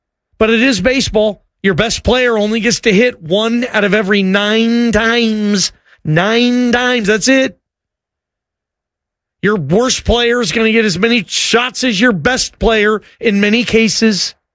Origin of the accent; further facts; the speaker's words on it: Seattle, Washington, United States; I'm from Seattle.